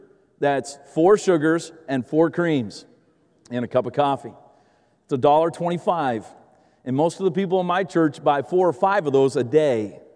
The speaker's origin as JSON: {"language": "English", "town": "Simcoe", "region": "Ontario", "country": "Canada", "tie": "born or raised there", "lives_now": "St. Thomas, Canada", "said": "I'm from a little town in Ontario, Canada. I grew up in Simcoe, Ontario, Canada, population about 10,000 people. I now reside in a town of 30,000 people, St. Thomas, Ontario, Canada."}